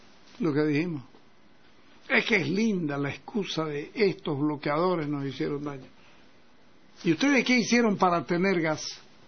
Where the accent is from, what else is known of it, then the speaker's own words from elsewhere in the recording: Bolivia; porque somos bolivianos